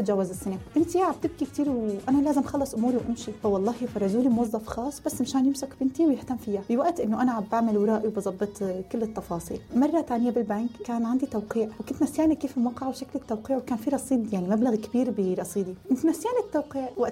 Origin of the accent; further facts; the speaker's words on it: Syria; now in United Arab Emirates; بس نحن كسوريين شعب محبب بالإمارات.